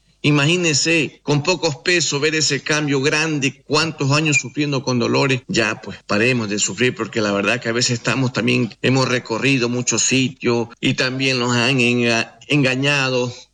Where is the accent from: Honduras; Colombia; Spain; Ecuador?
Ecuador